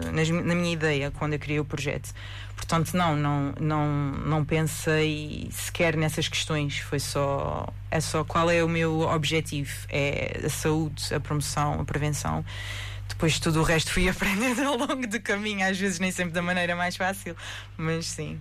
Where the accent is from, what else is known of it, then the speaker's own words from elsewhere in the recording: Santa Maria, Azores, Portugal; sempre preferi estar na minha terra. Acho que é, eu adoro Santa Maria